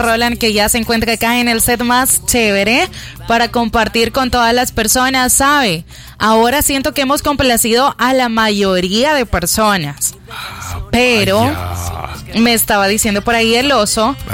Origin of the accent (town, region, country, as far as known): El Salvador